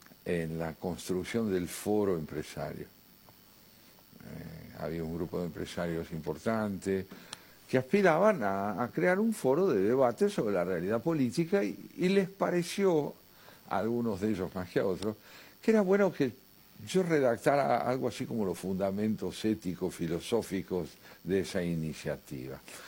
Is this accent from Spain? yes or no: no; Argentina